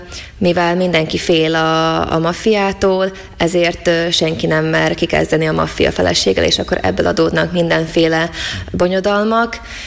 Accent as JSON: {"language": "Hungarian", "country": "Slovakia", "said": "felvidékiként én elég komoly helyzeti előnnyel indultam a fordításoknál, mert a négy országból igazából három nyelven értettem"}